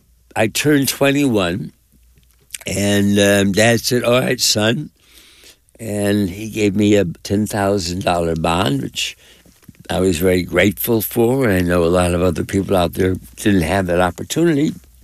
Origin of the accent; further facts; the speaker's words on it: East Coast, United States; born or raised there